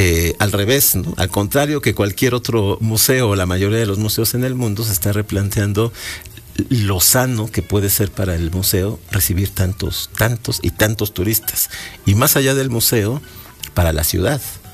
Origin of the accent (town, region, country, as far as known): Puebla, Mexico